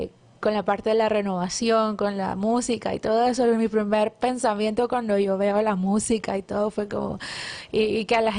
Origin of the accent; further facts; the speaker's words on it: Guatemala; born there; nací en Guatemala.